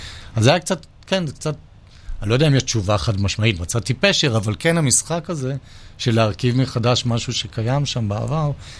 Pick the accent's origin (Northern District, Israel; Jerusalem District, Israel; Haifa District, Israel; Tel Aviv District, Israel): Tel Aviv District, Israel; Holon; אני זוכר את עצמי כילד בחולון